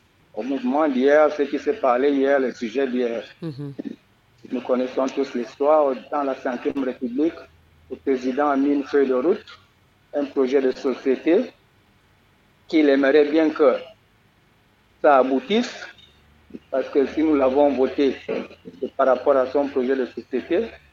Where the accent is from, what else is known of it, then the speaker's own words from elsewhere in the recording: Kébé Poto, Gabon; Je suis né à Kébé, Poto. J'ai grandi là-bas.